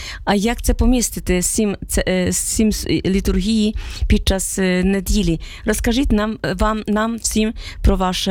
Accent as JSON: {"language": "Ukrainian", "country": "Poland", "second_language": "Ukrainian", "moved": "as an adult", "lives_now": "Ukraine", "said": "Я з Польщі не сказала, що 34 роки в Україні"}